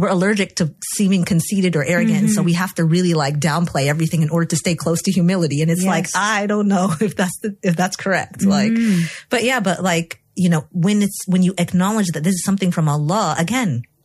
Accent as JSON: {"language": "English", "country": "Egypt", "tie": "born or raised there", "also_born_or_lived": "United States", "moved": "as an adult", "said": "because I grew up in Egypt, this is a primarily Muslim environment that I was in. Then when I went to the U.S. for college"}